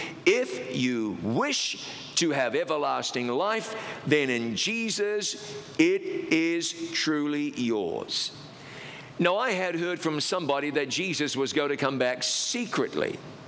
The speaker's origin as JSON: {"language": "English", "country": "New Zealand", "tie": "born or raised there", "said": "I grew up in New Zealand, which is a country that is part of the British Commonwealth."}